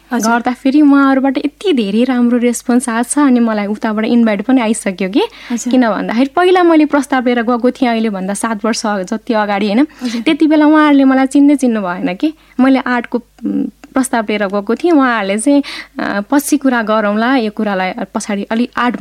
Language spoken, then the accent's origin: Nepali; Gandaki Province, Nepal; born there; त्यहाँ मेरो माटो छ, म जन्मेको होइन बासना छ, किन मेरो पुर्खौँदेखि नै त्यहीँ हुनुहुन्छ